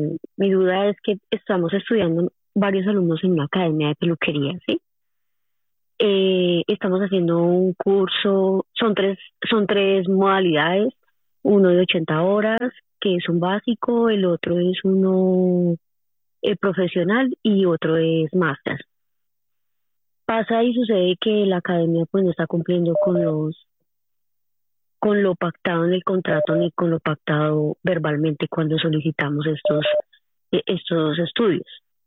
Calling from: Madrid, Community of Madrid, Spain; Me comunico acá en Madrid.

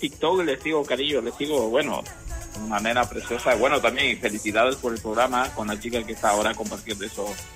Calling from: Valencia, Valencian Community, Spain; desde Valencia.

